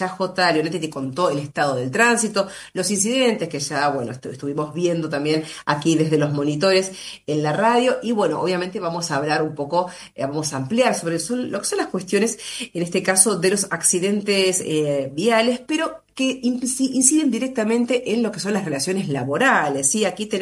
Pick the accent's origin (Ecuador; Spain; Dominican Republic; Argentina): Argentina